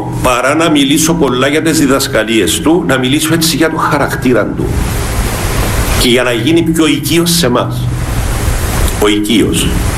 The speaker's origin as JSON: {"language": "Greek", "country": "Cyprus", "said": "τα προσφυγόπουλα της Κύπρου, φοιτητές τότε"}